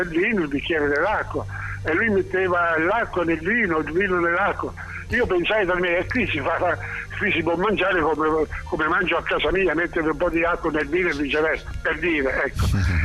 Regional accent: Naples, Campania, Italy

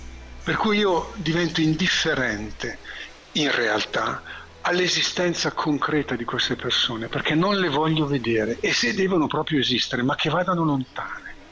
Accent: Milan, Lombardy, Italy; da milanese che qui a Milano

